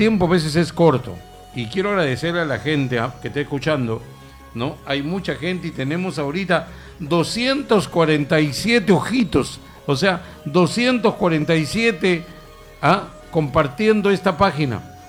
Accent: Lambayeque, Peru

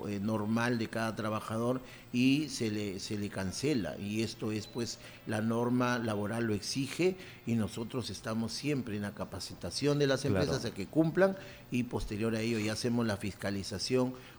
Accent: Chiclayo, Lambayeque, Peru; born there; yo nací aquí en Chiclayo, ya, pero siempre tengo las costumbres por el tema de que mis abuelos, mi bisabuelo, uh-huh. la familia, todos son de allá

